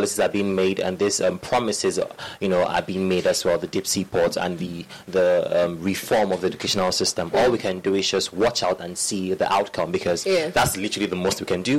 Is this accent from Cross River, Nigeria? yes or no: yes; Cross River, Nigeria; because even me, that is an indigent of Cross River State